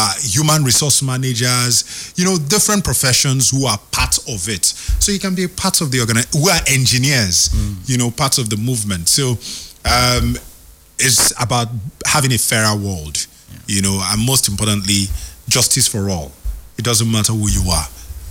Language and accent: English; Nigeria; also born or lived in Rivers State / Delta State / Imo State; We are one Nigerian, so, but we have roots everywhere.